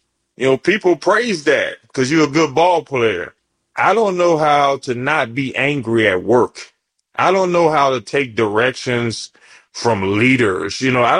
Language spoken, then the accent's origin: English; Alexandria, Louisiana, United States; also born or lived in Maine; So I ended up growing up in Alexandria, but I'm actually from Maine, but I don't want to lose my street credibility.